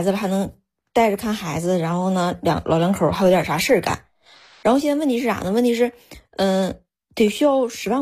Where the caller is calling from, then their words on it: Jilin, China; 我是那个吉林的。